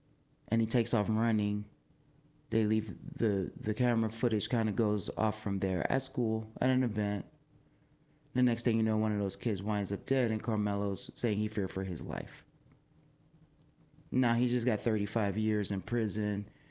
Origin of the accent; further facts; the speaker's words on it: Washington, District of Columbia, United States; my hometown of DC